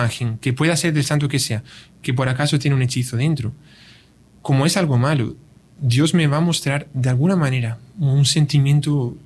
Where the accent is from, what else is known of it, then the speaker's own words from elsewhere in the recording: Spain; also born or lived in Brazil; now in Salvador; en Brasil yo estuve mucho tiempo, aunque soy de España y estoy ahora en Salvador